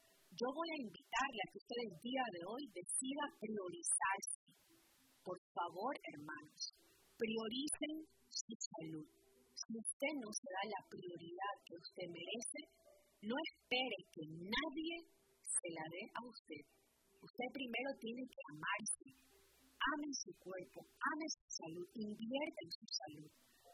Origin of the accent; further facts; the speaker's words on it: Ecuador; moved away; Yo soy ecuatoriana, yo cuando voy a mi país